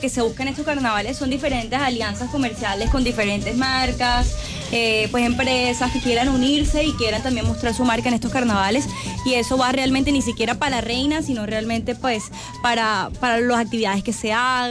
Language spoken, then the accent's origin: Spanish; Barranquilla, Atlántico, Colombia; somos nosotros los barranquilleros